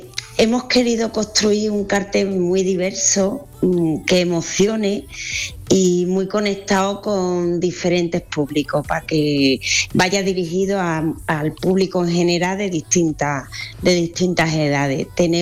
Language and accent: Spanish; Huelva, Andalusia, Spain